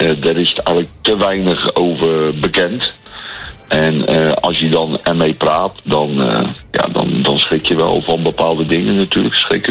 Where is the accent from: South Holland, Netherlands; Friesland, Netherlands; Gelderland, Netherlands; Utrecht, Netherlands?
South Holland, Netherlands; Schiedam; ik ben geboren in Schiedam.